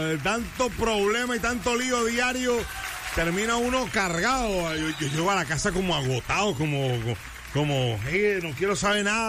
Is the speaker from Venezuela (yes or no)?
no; Barranquilla, Atlántico, Colombia; la jerga, el dialecto de nosotros, los barranquilleros